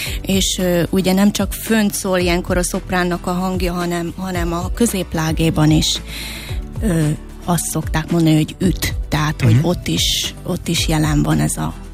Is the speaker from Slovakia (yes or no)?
yes; Komárno, Nitra Region, Slovakia; Felvidéken születtem, Komáromban, Révkomáromban, és egy kis faluban nevelkedtem tulajdonképpen a szüleimmel, és négy testvéremmel, és ötödik gyerekként születtem.